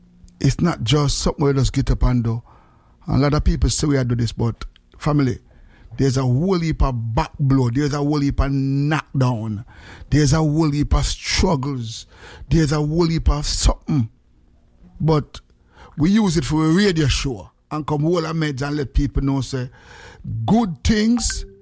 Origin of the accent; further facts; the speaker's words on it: Jamaica; And a lot of us as Jamaican, we have this little style, say, oh, no boy, no, no girl, no, use me, no.